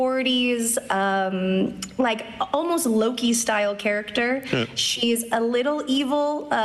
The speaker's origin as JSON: {"language": "English", "country": "Canada", "said": "No. No. So, and I'm Canadian, so it's even worse."}